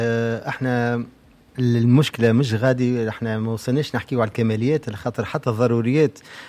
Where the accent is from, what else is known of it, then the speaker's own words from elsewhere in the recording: Tunisia; احنا ولاد تونس ونقعد ديما نحبوا بلادنا إن شاء الله.